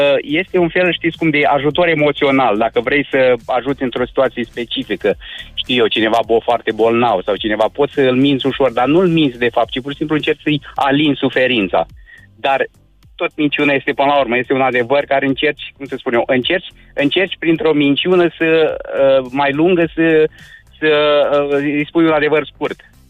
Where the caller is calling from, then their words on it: Iași, Iași County, Romania; și vă sunt din Iași.